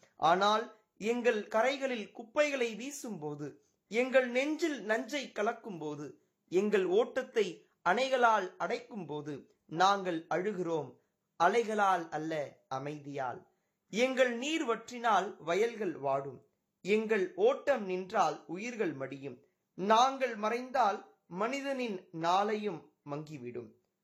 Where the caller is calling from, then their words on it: Chennai, Tamil Nadu, India; சென்னை இருக்கஞ்சேரியில் அமைந்துள்ள Don Bosco matric மேல்நிலை பள்ளியில் 12 வகுப்பு பயிலும் மாணவன் … மரியாதைக்குரிய வணக்கம்.